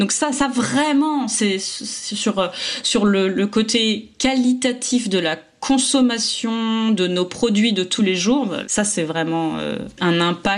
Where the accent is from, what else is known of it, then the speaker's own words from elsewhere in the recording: France; moved away as an adult; now in United Kingdom; Bon, moi je suis britannique d'adoption, mais en tout cas une chose est sûre, c'est que moi en tant que française